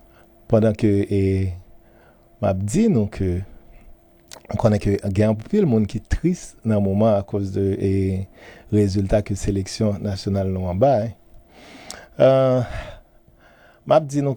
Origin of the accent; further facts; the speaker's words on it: Haiti; Problème que nous gagnons en tant que haïtien